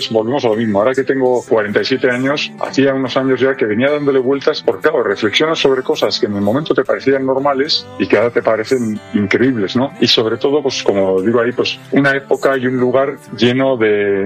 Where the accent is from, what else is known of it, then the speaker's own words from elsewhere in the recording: Bilbao, Basque Country, Spain; now in Madrid, Spain; yo soy de Bilbao y soy del 78, con lo cual conocí aquello, pero no en primera persona especialmente. Yo soy con una familia de clase media